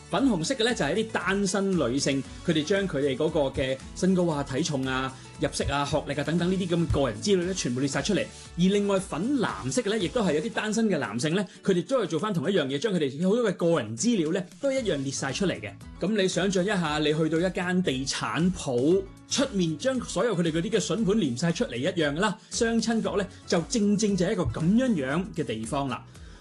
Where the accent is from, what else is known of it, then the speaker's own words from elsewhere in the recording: Hong Kong; 其實我哋香港人啦